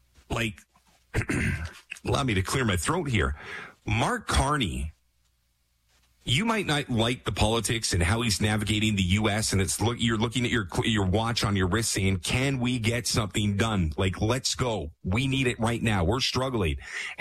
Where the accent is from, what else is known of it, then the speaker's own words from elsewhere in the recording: Canada; And as a Canadian, I'm sure there's certain sectors out there that be like, God, we need a deal.